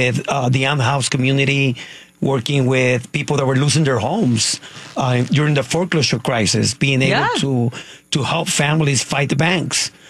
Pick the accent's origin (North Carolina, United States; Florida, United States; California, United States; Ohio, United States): California, United States; Hollywood; I am a native from Hollywood, California.